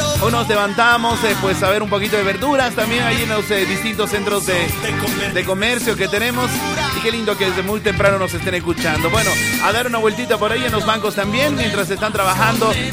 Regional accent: Bolivia; Así somos los bolivianos

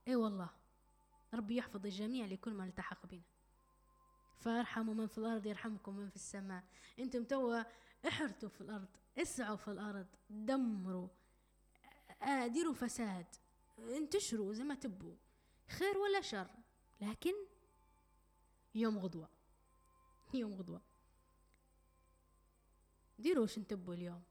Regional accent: Libya; احنا كليبيين هيك تربينا، هيك تربينا.

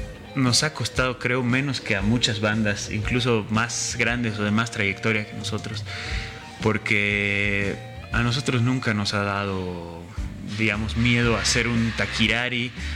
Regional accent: Bolivia

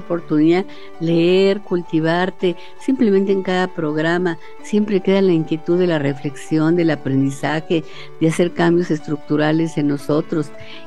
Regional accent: Mexico; somos todos mexicanos

